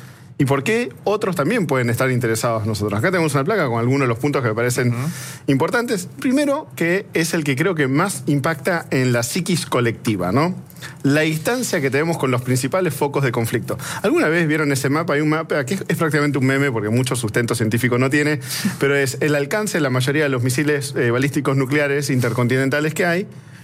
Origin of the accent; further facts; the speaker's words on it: Argentina; nosotros, como argentinos